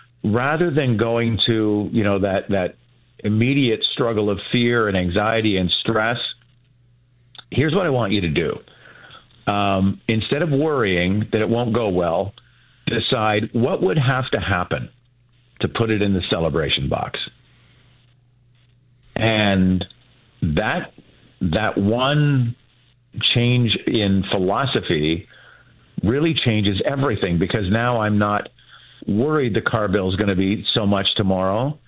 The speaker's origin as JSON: {"language": "English", "town": "Rockway", "region": "Ontario", "country": "Canada", "tie": "born or raised there", "said": "Kid, I grew up in Rockaway out in the country. So it's a fantastic area."}